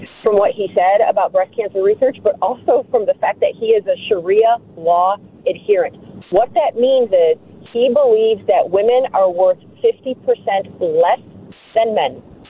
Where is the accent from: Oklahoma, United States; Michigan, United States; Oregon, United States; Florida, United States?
Michigan, United States; It is about who we are as Americans. It's not just who we are as Michiganders